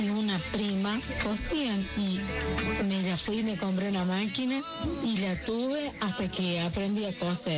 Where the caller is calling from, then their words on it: Chilecito, La Rioja, Argentina; yo soy de acá de Chilecito, La Rioja.